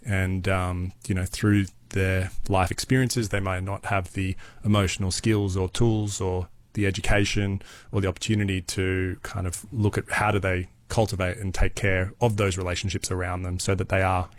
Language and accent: English; New South Wales, Australia; No, I grew up in New South Wales. I loved footy, sport. That was kind of my identity.